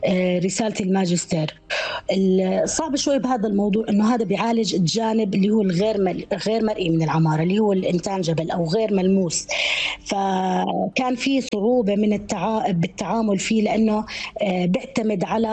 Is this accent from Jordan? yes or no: yes; Jerash, Jerash Governorate, Jordan; moved away as an adult; أنا طبعاً ولدت بمدينة جرش بالأردن وسكنت فيها تقريباً 24 سنة من ولادتي حتى تخرجت من مرحلة البكالوريوس. هاي المدينة طبعاً مميزة ومشهورة بأنها مدينة أثرية